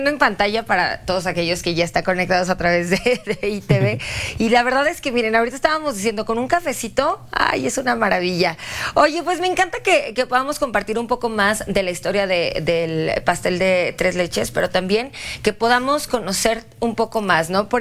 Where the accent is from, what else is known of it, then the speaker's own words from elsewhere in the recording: Mexico; como mexicanos nos encanta comer bien